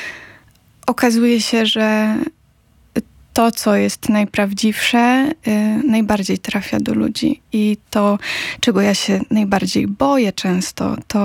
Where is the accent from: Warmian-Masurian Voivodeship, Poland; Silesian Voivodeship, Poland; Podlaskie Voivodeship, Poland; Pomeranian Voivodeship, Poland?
Podlaskie Voivodeship, Poland; Zambrów; jestem zwykłą dziewczyną z Podlasia, z małego miasta, z Zambrowa